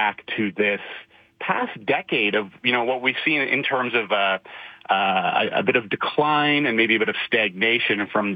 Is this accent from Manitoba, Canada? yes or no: yes; Winnipeg, Manitoba, Canada; I love Winnipeg, and I grew up in Manitoba, and it's a great place